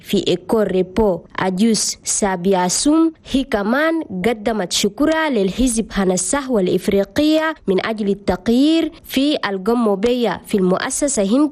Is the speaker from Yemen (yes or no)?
no; Chad; وخرجت الآلاف من الكوادر القدروا لقوا مناصب كبيرة في بلدنا تشاد.